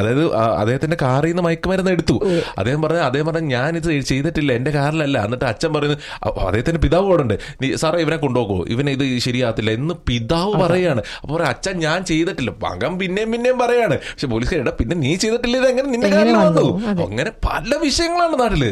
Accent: Kerala, India; moved away; നമ്മൾ എവിടെ ചോദിക്കുമ്പോ കേരളത്തിൽ നിന്ന്

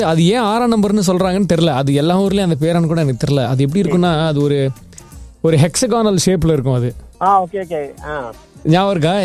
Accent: India; now in United Arab Emirates; இப்போ நான் ஒரு இந்தியன்

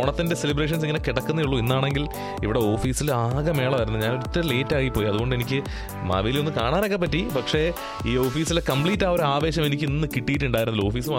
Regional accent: Kerala, India

